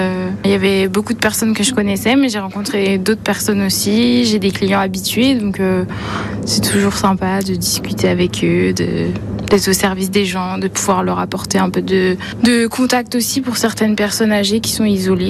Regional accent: Parnay, France; je suis originaire du village de Parnay

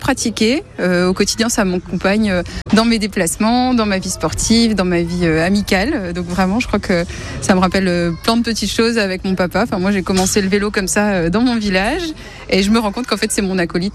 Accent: Metz, Grand Est, France; je suis de Metz, voilà, on vit sur Metz avec ma famille depuis quelques temps maintenant.

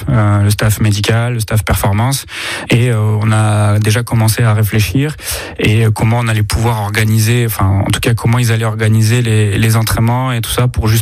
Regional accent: Limoges, Nouvelle-Aquitaine, France; born there; Bah, moi, je suis né à Limoges, hein. Voilà, j'ai des racines ici, j'ai de la famille, j'ai des amis.

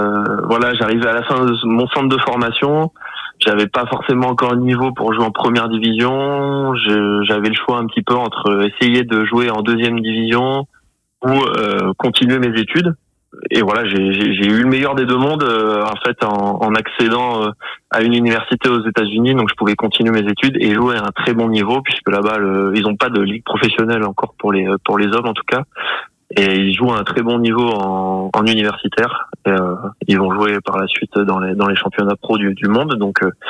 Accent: La Tremblade, Nouvelle-Aquitaine, France; also born or lived in Saint-Palais-sur-Mer / United States; now in Royan, France; je suis originaire à la base de La Tremblade, et on a déménagé à Saint-Palais.

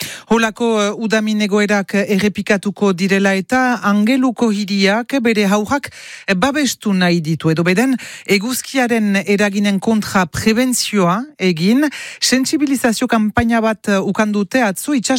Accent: Basque Country, France; y compris chez nous au Pays Basque.

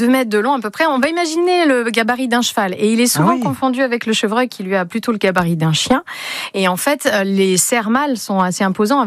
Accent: Auvergne-Rhône-Alpes, France; En tout cas, chez nous, en Isère, on a de la chance.

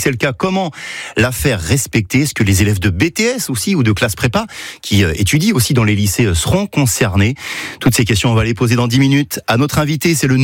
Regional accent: Occitanie, France; l'an dernier chez nous au Pays catalan

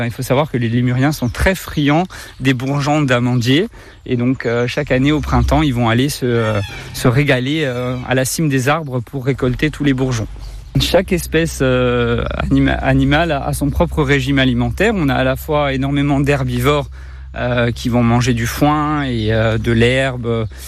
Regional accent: Corsica, France; Alors oui, moi je suis pas né en Corse, mais j'ai grandi en Corse. Je suis en Corse depuis la maternelle, hein, sur le Nebbio. Donc je suis originaire du Nebbio depuis tout petit.

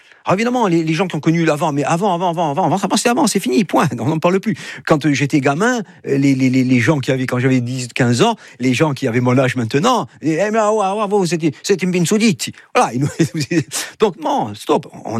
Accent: Corsica, France; on est des Corses aujourd'hui, de 2025, avec nos défauts, nos qualités.

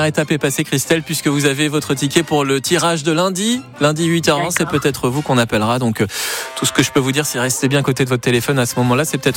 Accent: Normandy, France; Moi, je suis normand à la base.

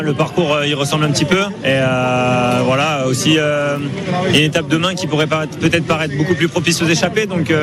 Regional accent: Bergerac, Nouvelle-Aquitaine, France; also born or lived in Libourne; Je suis né en région bordelaise à Libourne et j'ai grandi pas très loin de Bergerac.

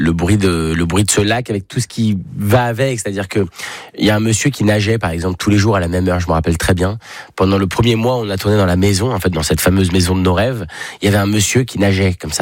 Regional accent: Paris, Île-de-France, France; j'ai grandi à Paris, donc vivre près de la Seine, ça a rien à voir.

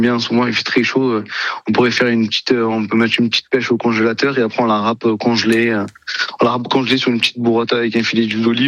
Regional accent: Marseille, Provence-Alpes-Côte d'Azur, France; now in Mazan, France; j'ai grandi à Marseille

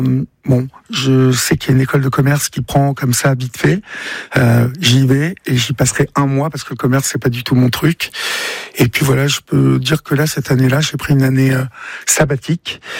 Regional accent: Évreux, Normandy, France; moved away as an adult; Oui, mais il faut que vous sachiez une chose, c'est que j'ai grandi à Évreux, et Évreux est une ville extrêmement compliqué.

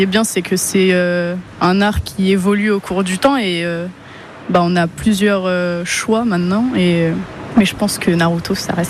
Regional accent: Tours, Centre-Val de Loire, France; je suis de Tours.

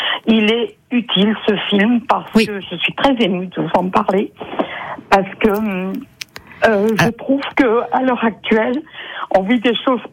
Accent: Lyon, Auvergne-Rhône-Alpes, France; Et je suis lyonnaise, et quand je suis arrivée en Corrèze, je suis installée en Corrèze depuis 18 ans.

